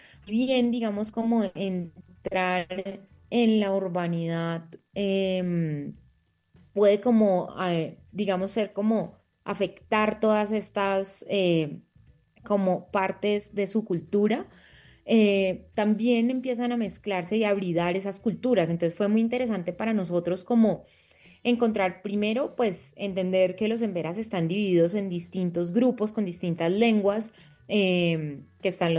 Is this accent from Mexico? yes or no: no; Cali, Valle del Cauca, Colombia; moved away as an adult; now in Bogotá, Colombia; Yo también soy migrante, pues soy de Cali, pero vivo en Bogotá hace 16 años.